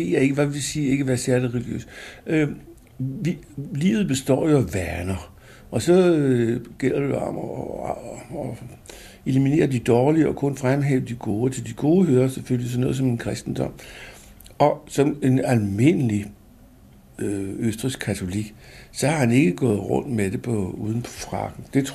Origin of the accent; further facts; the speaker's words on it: Copenhagen, Capital Region of Denmark, Denmark; jeg er så meget københavner med K, at jeg kan ikke leve andet sted end i København.